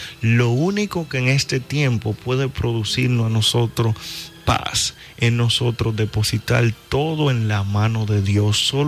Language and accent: Spanish; Dominican Republic; Sí, en mi caso yo soy dominicano. Muy soy dominicano. Soy de aquí, se me nota de lejos